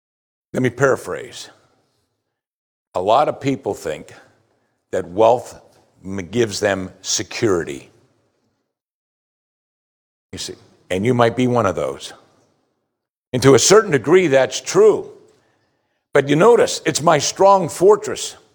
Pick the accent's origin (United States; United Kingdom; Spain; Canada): United States